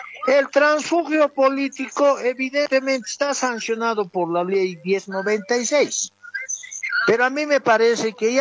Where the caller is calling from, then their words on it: El Alto, La Paz, Bolivia; Le hablo a … aquí desde el municipio del Alto, departamento de La Paz.